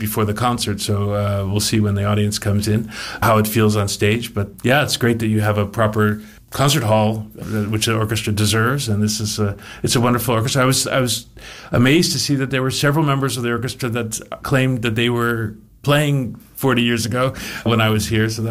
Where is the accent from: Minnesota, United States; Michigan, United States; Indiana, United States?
Indiana, United States; I'm from the Midwest myself, from Indiana, not too far away